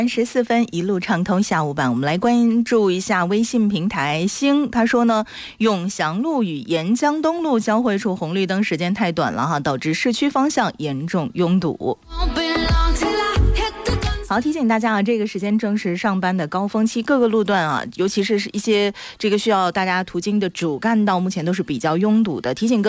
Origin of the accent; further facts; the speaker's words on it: Kaifeng, Henan, China; 我记得以前因为我老家在开封，那么我们的开封沙瓤西瓜特别多，一到夏天家里都摆了一地的西瓜。